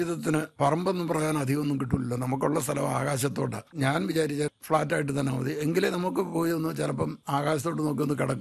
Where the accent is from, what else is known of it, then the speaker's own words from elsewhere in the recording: Pala, Kerala, India; now in Ernakulam, India; എന്റെ ചെറുപ്പത്തിൽ പാലായിലാണ്. ഞങ്ങൾ നല്ല കൃഷി കുടുംബത്തിൽ നിന്നാണ്. പഠിക്കാനും ജോലിക്കും ഒക്കെ ആയിട്ട് ഇന്ത്യ മുഴുവനും കറങ്ങി. വർഷങ്ങളായിട്ട് പാല വിട്ടെങ്കിലും